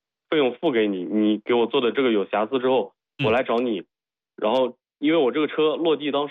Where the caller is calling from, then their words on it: Nantong, Jiangsu, China; 是我们南通这边的。